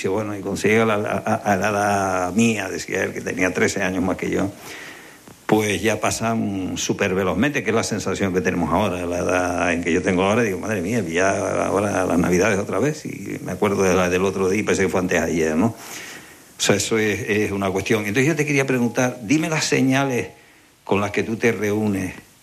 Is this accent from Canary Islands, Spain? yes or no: yes; Guatiza, Canary Islands, Spain; e iba a Lanzarote, a Guatiza, a mi pueblo natal.